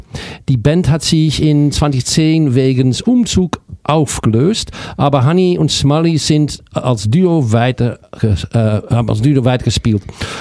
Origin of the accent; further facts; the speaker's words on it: Amsterdam, North Holland, Netherlands; German is a second language; moved away; Ich bin aus Amsterdam